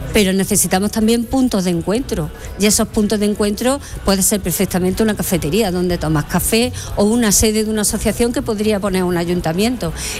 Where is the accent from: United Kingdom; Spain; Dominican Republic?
Spain; Siles, Andalusia; yo soy de la Sierra de Segura, de Siles.